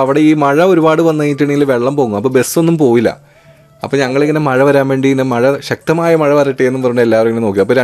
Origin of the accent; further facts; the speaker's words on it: Kizhakkambalam, Kerala, India; born there; ഞാൻ കിഴക്കമ്പലം എന്നൊരു സ്ഥലത്ത് പഠിച്ചത്. അപ്പൊ അവിടെ ഒരു താമരശാൽ എന്ന് പറഞ്ഞ, കിഴക്കമ്പലം എന്ന് പറഞ്ഞ ഒരു സ്കൂളിലാണ് പഠിച്ചത്.